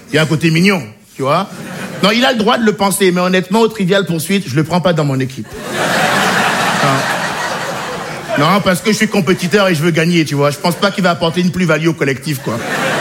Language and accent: French; Benin; born or raised there